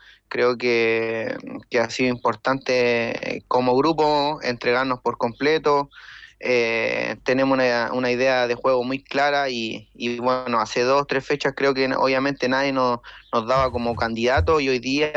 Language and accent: Spanish; Quillota, Valparaíso, Chile; Sí, soy de Quillota.